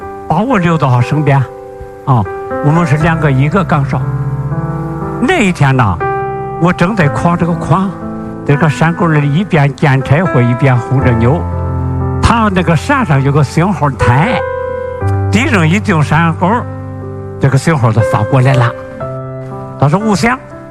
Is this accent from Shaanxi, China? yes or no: no; Pingshan County, Hebei, China; 我来自河北省平山县南公路沟村人，